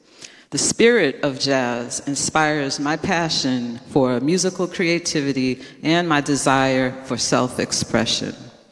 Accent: East Coast, United States; moved away; also born or lived in New York; I was from the East Coast

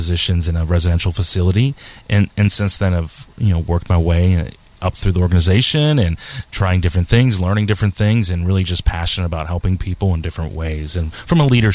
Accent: North Huntington, Pennsylvania, United States; accent: Yinzer; I grew up in Westmoreland County, North Huntington area.

